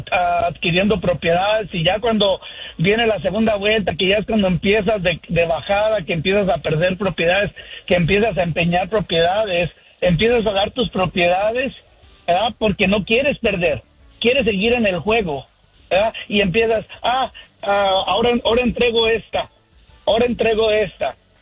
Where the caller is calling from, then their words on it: Sacramento, California, United States; De Sacramento